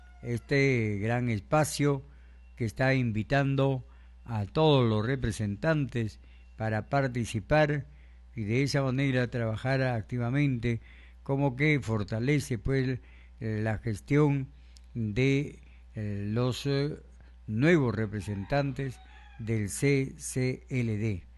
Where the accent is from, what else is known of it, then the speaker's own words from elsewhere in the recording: Peru; La bandera rojo y blanco debe flamear en señal de que somos libres e independientes y somos peruanos, y esa es nuestra propia identidad nacional.